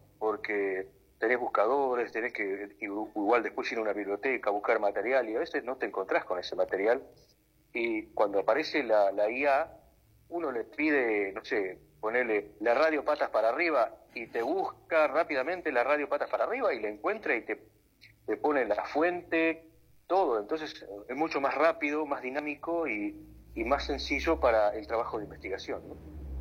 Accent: Patagonia, Argentina; also born or lived in Buenos Aires; now in Mar del Plata, Argentina; Si bien yo soy de origen patagónico, me tocó ir para allá, a la provincia de Santa Cruz

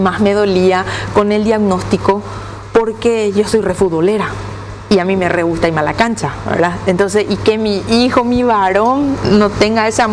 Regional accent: Mariano Roque Alonso, Central, Paraguay; nosotros somos de Mariano Roca Alonso

